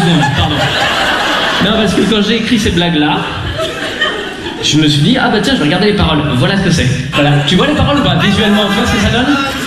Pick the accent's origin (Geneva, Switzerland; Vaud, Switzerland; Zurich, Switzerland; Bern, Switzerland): Vaud, Switzerland; Lausanne; Moi je viens de Lausanne, les girons c'est pour les bouseux, donc... À Lausanne, il n'y a pas de giron.